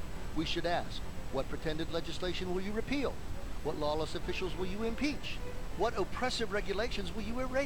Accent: Maryland, United States; These days, in my home state of Maryland, this is precisely what we need.

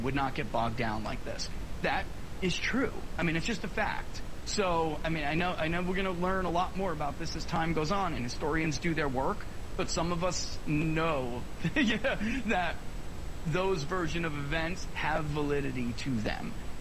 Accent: New York, United States; And I'm originally from New York. I'm not, you know, I'm living in the South now, but I was, you know, a native New Yorker.

